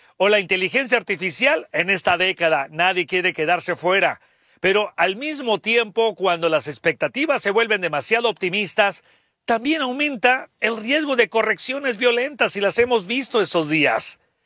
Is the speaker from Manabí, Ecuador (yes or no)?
no; Baños, Tungurahua, Ecuador; Ándale, Baños es mi ciudad natal, tuve que viajar a Baños por motivos personales.